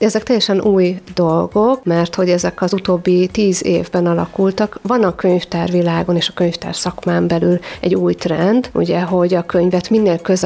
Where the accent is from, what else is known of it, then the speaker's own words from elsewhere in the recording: Hungary; akik itt nőttünk fel a Balatonnál